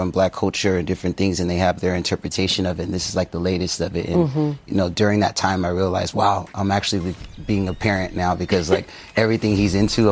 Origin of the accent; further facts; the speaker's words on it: Malaysia; I am Malaysian, yeah.